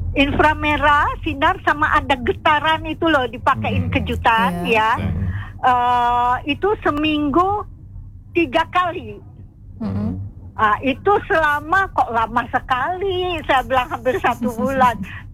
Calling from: Lembang, West Java, Indonesia; kota saya di Lembang itu dingin

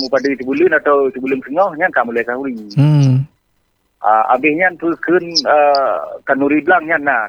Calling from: Aceh, Indonesia; saya juga salah seorang warga Aceh

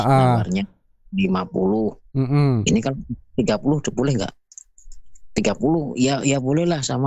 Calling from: Yogyakarta, Special Region of Yogyakarta, Indonesia; saya orang Jogja

